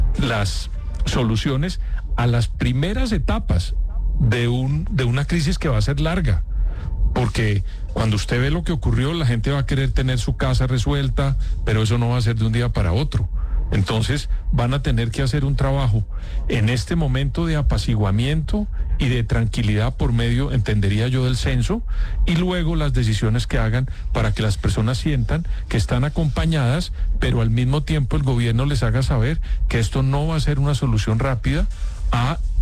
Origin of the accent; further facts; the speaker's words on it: Colombia; Que trato de decir es que yo, como colombiano, esper